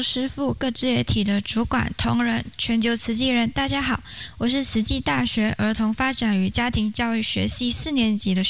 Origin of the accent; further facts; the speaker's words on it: Kedah, Malaysia; moved away as an adult; now in Taiwan; 我出生于也生长于马来西亚的吉打州，它就是靠近槟城的一个地方。